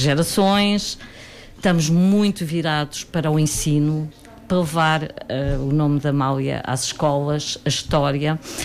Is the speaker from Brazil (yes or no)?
no; Portugal; eu sou portuguesa